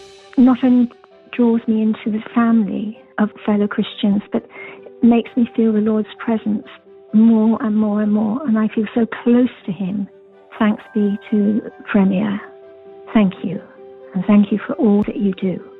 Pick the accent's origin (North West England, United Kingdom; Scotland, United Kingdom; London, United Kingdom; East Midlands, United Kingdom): London, United Kingdom; Enfield; I'm from Enfield, Middlesex.